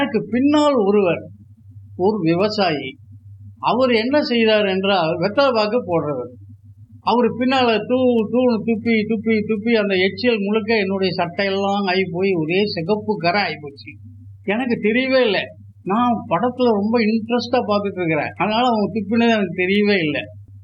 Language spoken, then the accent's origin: Tamil; Erode, Tamil Nadu, India; born or raised there